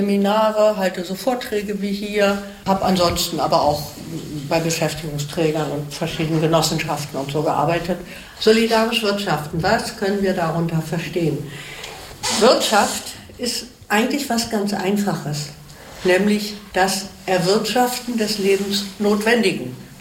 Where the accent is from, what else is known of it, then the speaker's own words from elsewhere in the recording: Berlin, Germany; also born or lived in Neustadt an der Weinstraße; also ich bin in Berlin geboren und war da eigentlich immer dort, bis auf 3 Jahre in den 90ern, wo ich in Süddeutschland war, in Neustadt an der Weinstraße